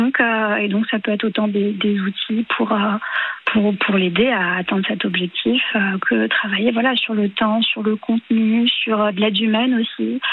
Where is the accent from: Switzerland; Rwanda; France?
France; Grand Est; Alors moi, je suis de Moselle, donc dans le Grand Est, frontière allemande.